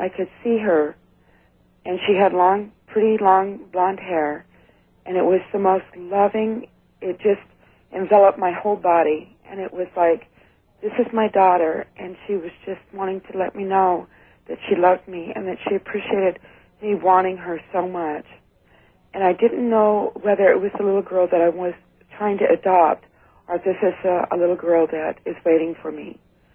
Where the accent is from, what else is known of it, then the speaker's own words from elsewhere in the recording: Sacramento, California, United States; And I'm from Sacramento, California.